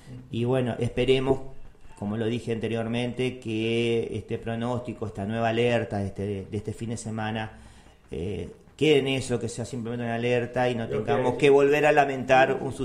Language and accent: Spanish; Uruguay; nosotros como uruguayos capaz que no lo notamos o no lo valoramos tanto, pero creo que vivimos en un hermoso país de gente muy buena